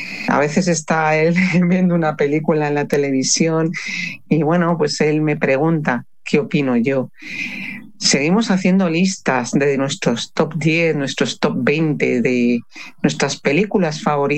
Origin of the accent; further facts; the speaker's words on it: Pamplona, Navarre, Spain; Asocio mi infancia, que yo vivía en Pamplona cuando era niña